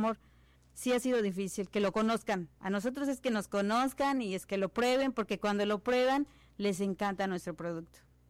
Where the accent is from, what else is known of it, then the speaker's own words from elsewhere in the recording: Campeche, Mexico; ¿son de Campeche? Sí, somos de Campeche.